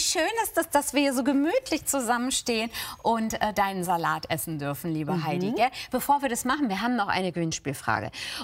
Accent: Hesse, Germany; Ich bin ja aus der Wetterau.

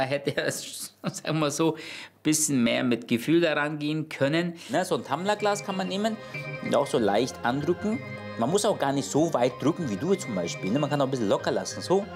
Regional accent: Turkey; Ja, ich bin Türke, Knoblauch geht bei mir.

